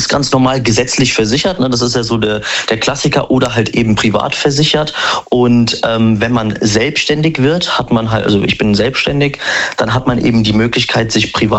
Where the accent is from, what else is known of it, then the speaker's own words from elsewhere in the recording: Frankfurt, Hesse, Germany; Ich komme aus Frankfurt.